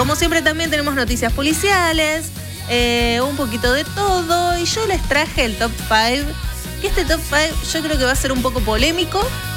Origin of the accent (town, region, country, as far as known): Argentina